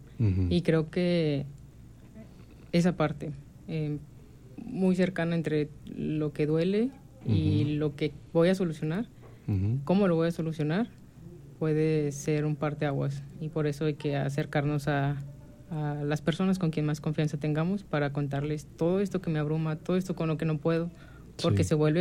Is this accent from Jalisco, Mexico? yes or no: yes; Autlán, Jalisco, Mexico; also born or lived in Mexico City / Ciudad Guzmán; Bueno, yo nací en Ciudad de México, pero tengo familiares que son de este lado de Jalisco. Okay. Y cuando era pequeña nos vinimos para acá, aquí a Outland. Uh-huh. Y toda la escuela la cursé aquí, a excepción de la carrera, que fue ahí en Guzmán.